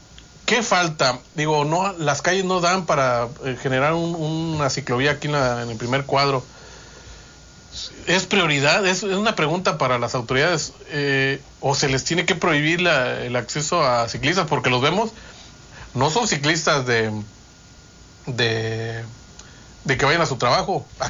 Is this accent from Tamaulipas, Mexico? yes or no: yes; Ciudad Victoria, Tamaulipas, Mexico; los que somos de aquí de Victoria